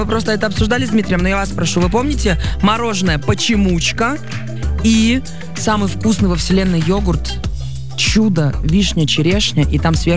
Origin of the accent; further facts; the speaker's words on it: Ukhta, Komi Republic, Russia; moved away; Да, я жила в Ухте, потому что я там родилась.